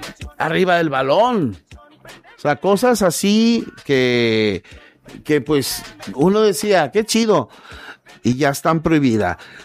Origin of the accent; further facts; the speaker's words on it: Mexico; uno como mexicano